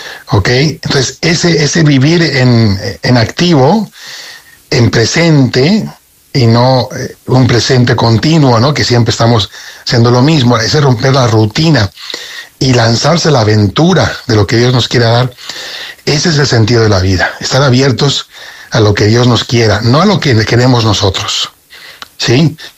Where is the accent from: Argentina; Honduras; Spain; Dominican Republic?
Spain; now in Mérida, Mexico; Yo soy español, aunque vivo aquí en México.